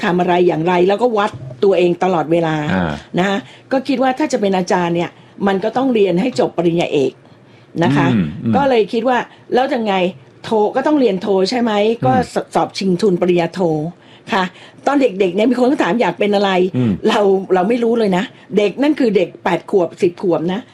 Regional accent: Bangkok, Thailand; เพราะเราเด็กกรุงเทพเนาะลาดกระบังก็อยู่กรุงเทพนะแต่เข้าไปเนี่ยไม่เคยเห็น

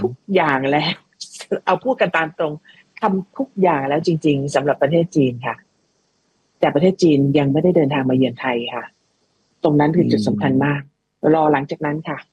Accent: China; Thai is a second language; แต่พวกผมเนี่ยคนจีนเนี่ยไม่ได้เห็นสิ่งที่พวกพี่เห็นนะครับ

